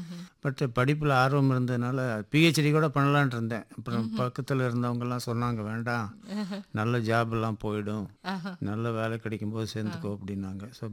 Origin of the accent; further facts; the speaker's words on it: Coimbatore, Tamil Nadu, India; நான் கோவை தான், பிறந்து வளர்ந்தது எல்லாம் கோவை, படித்ததெல்லாம் கோவை. கோவையில் சரோஜன ஹை ஸ்கூல்.